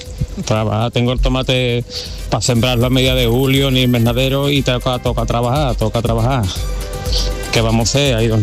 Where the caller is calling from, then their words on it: Sanlúcar, Andalusia, Spain; vuestro amigo … de Sanlúcar.